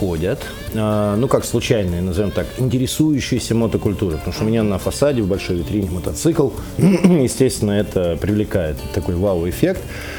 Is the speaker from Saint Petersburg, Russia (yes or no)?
yes; Saint Petersburg, Russia; now in Moscow, Russia; я как петербуржец, живущий в Москве